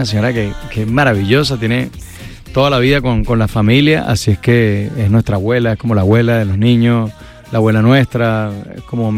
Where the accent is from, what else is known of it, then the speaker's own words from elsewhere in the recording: Venezuela; yo me siento muy venezolano, sí. pero de raíces españolas.